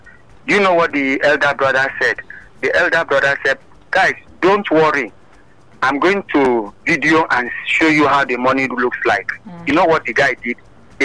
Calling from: Antigua & Barbuda; calling from Antigua.

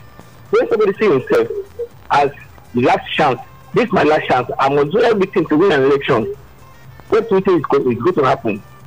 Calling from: Nigeria; We in Nigeria should be very careful.

